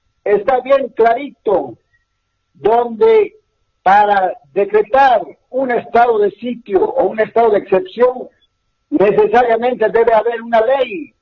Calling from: El Alto, La Paz, Bolivia; Desde Satélite Norte

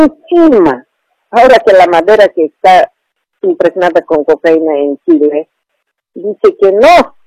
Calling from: Montero, Santa Cruz, Bolivia; hablo de Montero, la señora portugalana.

